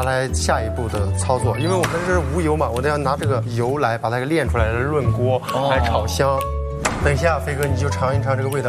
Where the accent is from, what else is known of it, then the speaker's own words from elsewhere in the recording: Heze, Shandong, China; 我是山东人，我的块头比较大